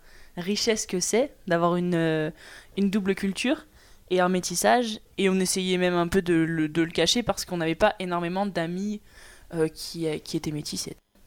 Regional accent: Guadeloupe; born there; Nous on est nés en Guadeloupe, et donc on a un métissage Guadeloupe et France.

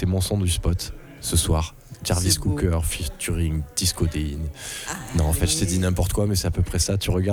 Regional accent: Nîmes, Occitanie, France; Oula, nous, on est de Nîmes.

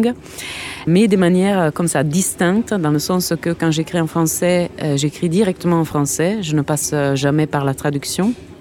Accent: Italy; first language Italian; French is a second language; moved away as an adult; now in France; Donc j'écris en français quand je suis ici et je rentre régulièrement en Italie. Et quand je suis en Italie, j'écris en italien.

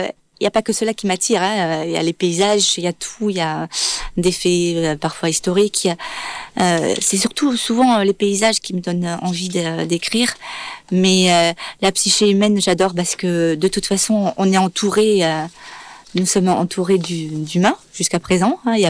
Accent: Occitanie, France; j'ai toujours vécu ici, dans l'Hérault.

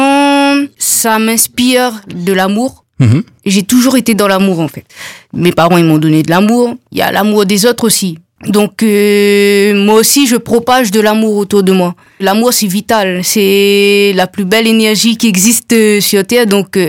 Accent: Réunion, France; now in Toulouse, France; Je suis originaire de la Réunion et depuis toute petite, j'adore la musique.

